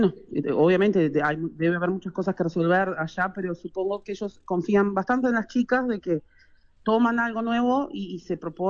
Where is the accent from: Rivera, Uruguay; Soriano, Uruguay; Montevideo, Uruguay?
Rivera, Uruguay; now in Caraguatá, Uruguay; uno de Rivera, que es de donde somos con Yanni, vivimos en Caraguatá, pero somos de Rivera.